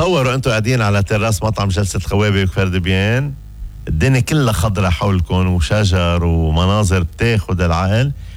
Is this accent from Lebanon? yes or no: yes; Lebanon